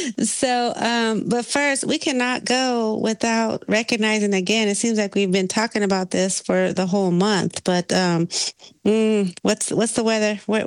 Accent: California, United States; moved away; I grew up in California

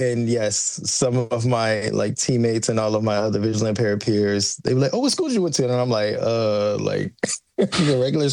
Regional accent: Georgia, United States; me and my friends, especially growing up in Georgia, we have woods, a lot of woods everywhere.

